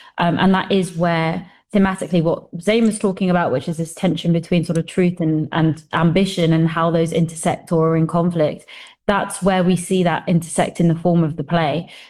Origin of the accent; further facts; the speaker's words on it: London, United Kingdom; growing up in East London